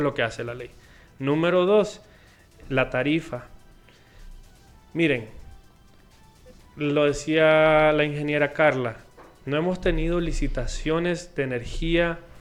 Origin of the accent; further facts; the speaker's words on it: Honduras; como hondureños en general, es lo que nos preocupa.